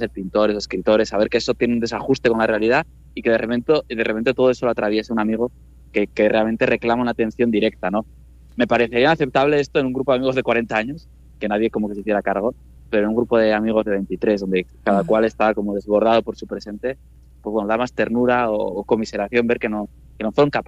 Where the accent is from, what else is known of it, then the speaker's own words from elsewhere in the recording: Pamplona, Navarre, Spain; Yo soy de Pamplona, que es una ciudad medio vasco parlante, y no hablo la lengua